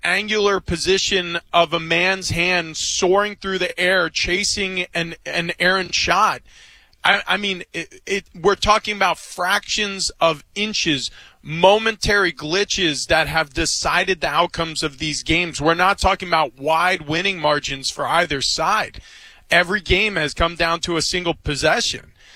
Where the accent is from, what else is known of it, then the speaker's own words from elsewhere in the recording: New York, United States; I grew up in New York. I grew up a Knicks fan.